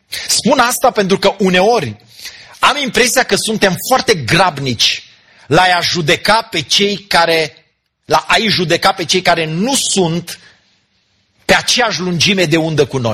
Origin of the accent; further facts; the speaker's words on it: Romania; Noi cântam în felul nostru și noi ca români, dacă am stat aici în centimetru nostru pătat, nu ne mișcăm, abia mai ridicăm puțin mânuțele